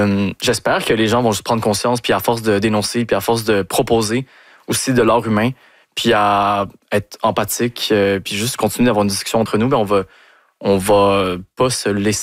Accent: Montreal, Quebec, Canada; born there; also born or lived in Chile; l'histoire d'être un enfant de la diaspora à Montréal. Donc, moi, j'ai grandi en revenant au Chili à chaque année.

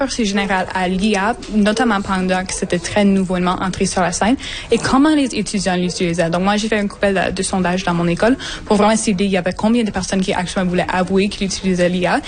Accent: Manitouwadge, Ontario, Canada; French is a second language; on vient de Manitouage. Moi, je voyage à Marathon pour mes études. Donc, oui, on a un petit pente de ski

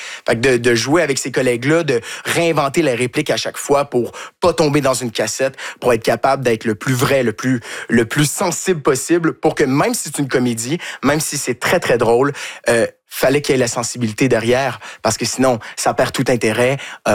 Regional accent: Quebec, Canada; now in France

